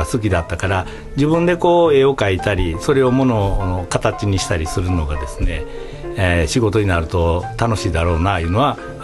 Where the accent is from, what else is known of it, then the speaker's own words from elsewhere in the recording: Osaka, Japan; born there; 僕大阪で生まれてるんですけれども、はい、両親が淡路島の海辺の出身なんですね。